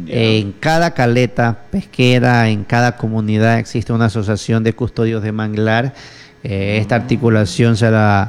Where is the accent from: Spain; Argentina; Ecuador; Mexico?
Ecuador; El Oro; soy cholo … venimos de Costa Rica.